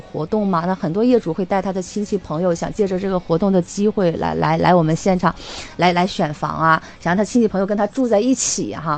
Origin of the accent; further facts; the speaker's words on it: Northeast China, China; now in Hainan, China; 咱们东北人都很爱吃烧烤嘛